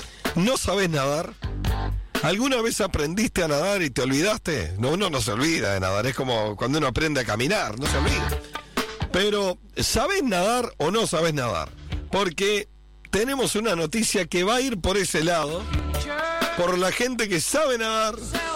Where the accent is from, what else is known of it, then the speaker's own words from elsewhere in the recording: Uruguay; Vieron que en Uruguay si, nunca estamos bien. Siempre algo nos pasa.